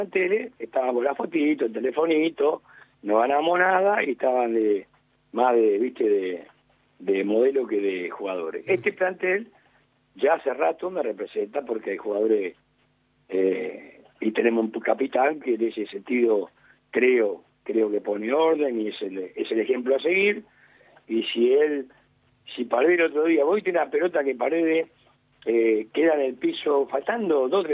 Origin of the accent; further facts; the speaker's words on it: Buenos Aires, Argentina; Yo soy acá de Saavedra